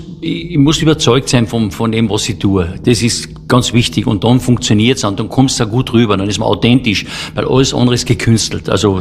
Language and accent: German; Velden am Wörthersee, Carinthia, Austria; Ich bin in Felden am Wörthersee groß geworden. Ich habe im Wörthersee schwimmen gelernt.